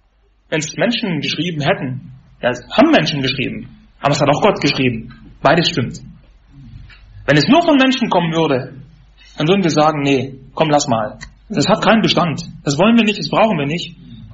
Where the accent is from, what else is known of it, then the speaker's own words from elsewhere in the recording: Germany; also ich bin in der DDR aufgewachsen und 1989 war ich 11 Jahre alt, wo die Wende war, wo die Mauer fiel.